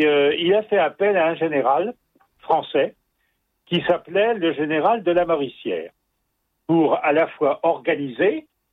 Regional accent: Brittany, France; je suis breton

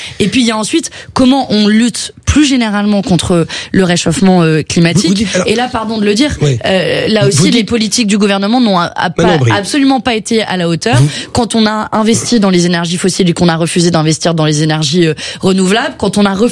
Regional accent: Southern France, France; je viens du sud de la France.

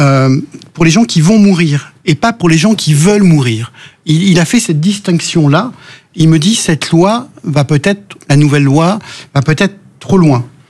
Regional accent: Auvergne-Rhône-Alpes, France; je suis originaire de l'Allier

